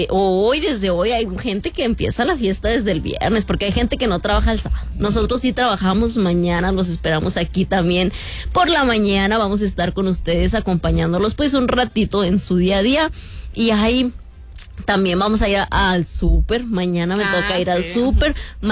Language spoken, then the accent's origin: Spanish; Mexico; porque pues como buenos mexicanos andamos todos de última hora.